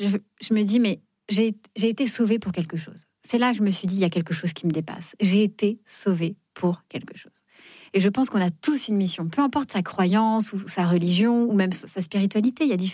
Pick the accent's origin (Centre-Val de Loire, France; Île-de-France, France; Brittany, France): Île-de-France, France; Fontainebleau; born or raised there